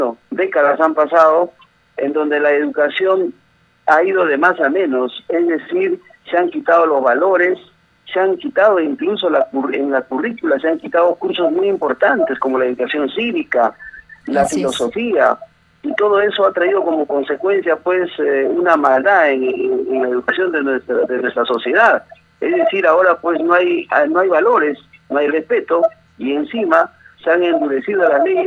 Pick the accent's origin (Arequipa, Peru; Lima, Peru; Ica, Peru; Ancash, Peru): Ancash, Peru; mi pueblo, a mi distrito, y quizás lograr ser el distrito modelo en la región Ancash